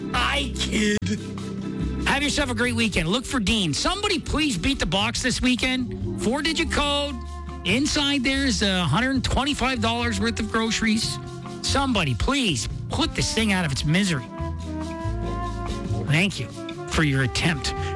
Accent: Comox Valley, British Columbia, Canada; I was able to raise my hand and I went, "Comox Valley represent, what up?"

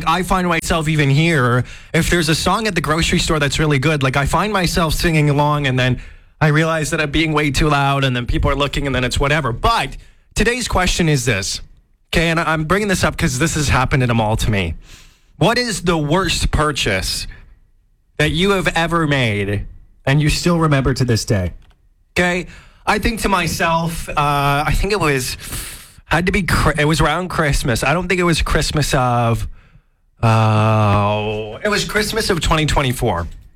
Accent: Alberta, Canada; now in Yellowknife, Canada; I grew up in Southern Alberta, been to the mall in Calgary thousands of times.

